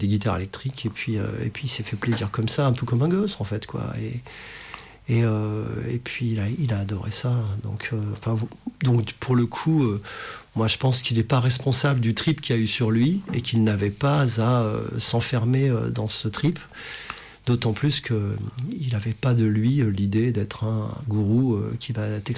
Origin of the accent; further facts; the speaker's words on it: France; Je suis français, moi, monsieur, donc je chante en français.